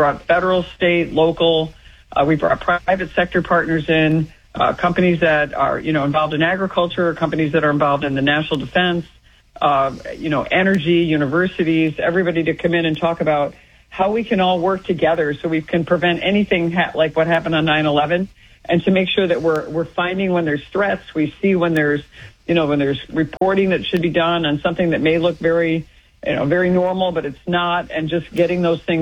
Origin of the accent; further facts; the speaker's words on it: Utica, New York, United States; my hometown, my home city is Utica, New York